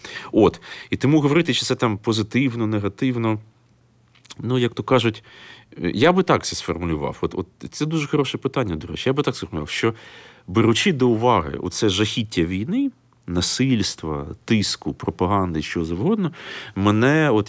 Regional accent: Dnipro, Dnipropetrovsk Oblast, Ukraine; в моєму рідному Дніпрі

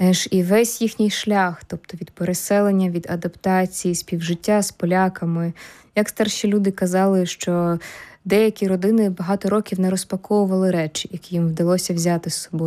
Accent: Kyiv, Ukraine; а я ж з Києва сама, знаєш, я пам'ятаю ще школяркою, як відновлювали Успенський собор.

